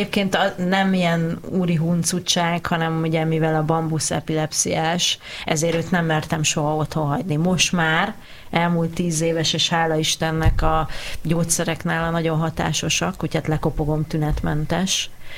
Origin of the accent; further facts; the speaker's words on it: Jászfényszaru, Pest, Hungary; also born or lived in Budapest; de egyébként Budapesten születtem, a 2. kerületben, vagy bocsánat, a 12. kerületben, és akkor anyukám még kitalálták, hogy ők majd gazdálkodnak jászfényszarú